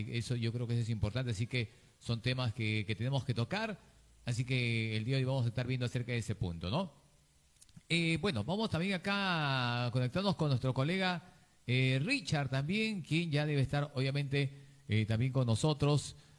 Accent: Peru

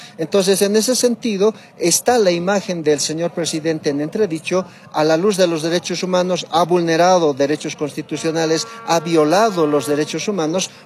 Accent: Bolivia

